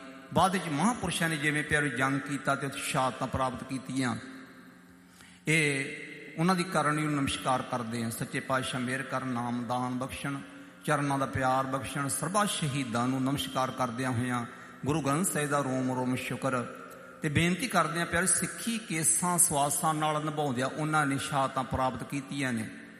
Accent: Jhamka, Punjab, India; ਮੇਰਾ ਪਿੰਡ ਮਾਣੋਚਾਲ ਅਤੇ ਪੰਜਵੜ ਦੇ ਵਿਚਕਾਰ ਹੈ। ਮਾਣੋਚਾਲ ਸਾਡੇ ਇੱਧਰ ਹੈ ਅਤੇ ਪੰਜਵੜ ਸਾਡੇ ਇੱਧਰ ਹੈ। ਵਿੱਚ ਮੇਰਾ ਪਿੰਡ ਹੈ ਝਾਮਕਾ।

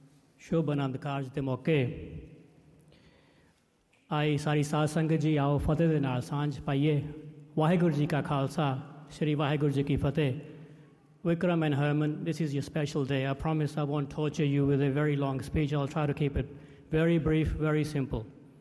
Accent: Punjab, India; ਮਾਲਵੇ ਦੇ ਲੋਕਾਂ ਦੀਆਂ ਵੱਡੀਆਂ ਜ਼ਮੀਨਾਂ ਆਉਂਦੀਆਂ ਅਤੇ ਇਹਨਾਂ ਦੇ ਦਿਲ ਵੀ ਬਹੁਤ ਵੱਡੇ ਹੁੰਦੇ ਆ ਅਤੇ ਅਸੀਂ ਦੁਆਬੇ ਵਾਲੇ ਹਾਂ।

